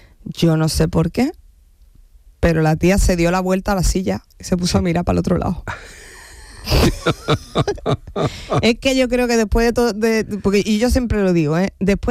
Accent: Andalusia, Spain; yo soy andaluza, soy mujer, soy cómica

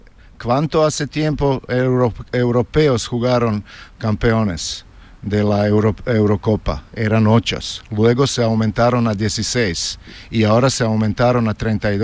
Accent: Croatia; Spanish is a second language; moved away as an adult

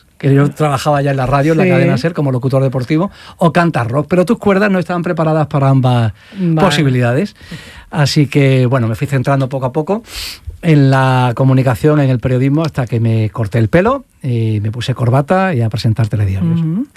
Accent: Granada, Andalusia, Spain; Sí, los grupos de mi tierra, de Granada

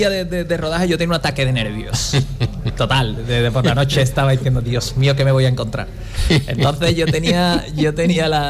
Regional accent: Cádiz, Andalusia, Spain; le dije que soy de Cádiz.

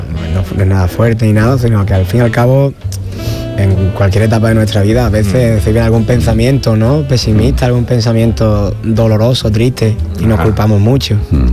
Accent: Benalup, Andalusia, Spain; Mi pueblo es mi pueblo, yo no soy de Cádiz, yo soy de Benalú.

